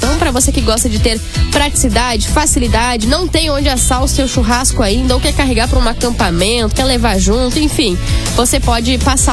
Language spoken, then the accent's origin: Portuguese; Rio Grande do Sul, Brazil; nossa cultura gaúcha